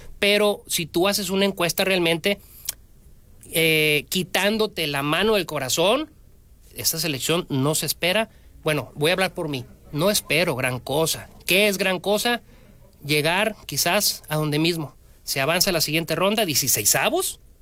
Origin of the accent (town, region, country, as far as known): Mexico